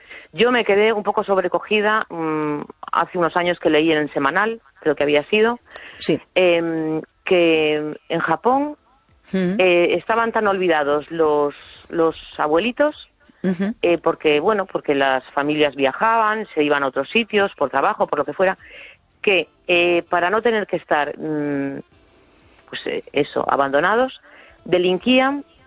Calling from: A Coruña, Galicia, Spain; de La Coruña.

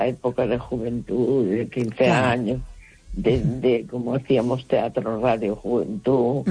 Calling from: A Coruña, Galicia, Spain; de La Coruña.

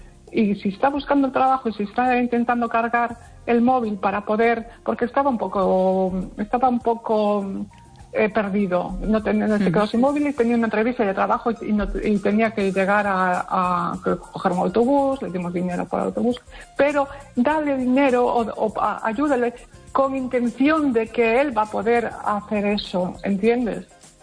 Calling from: Pontevedra, Galicia, Spain; de Pontevedra.

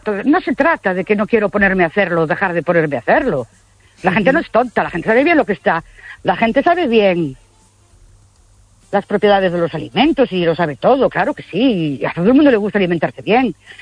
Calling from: Ourense, Galicia, Spain; de Orense

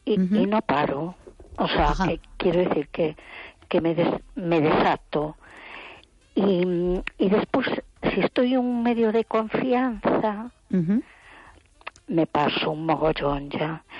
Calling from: A Coruña, Galicia, Spain; Hola, soy … de Coruña.

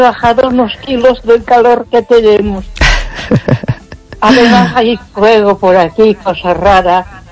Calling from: Ponferrada, Castile and León, Spain; de Ponferrada.

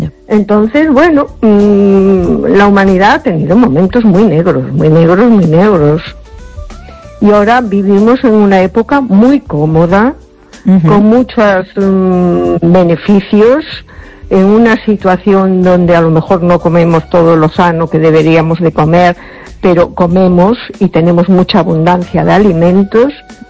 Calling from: A Coruña, Galicia, Spain; de Coruña.

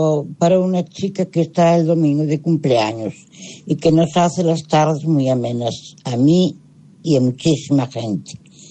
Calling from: Ferrol, Galicia, Spain; de Ferrol.

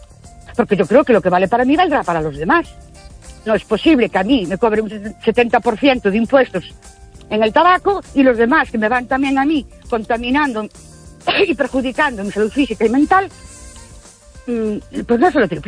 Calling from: Ourense, Galicia, Spain; de Urense otra vez.

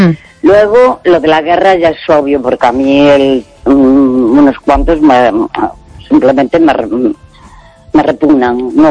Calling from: Santiago de Compostela, Galicia, Spain; de Santiago.

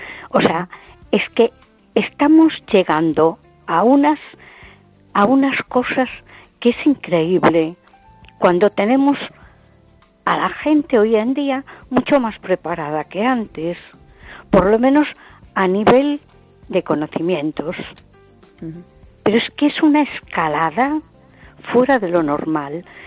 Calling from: A Coruña, Galicia, Spain

